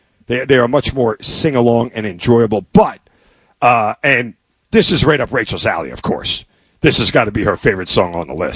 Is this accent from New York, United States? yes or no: yes; New York, United States; I grew up in New York. We didn't listen to country music.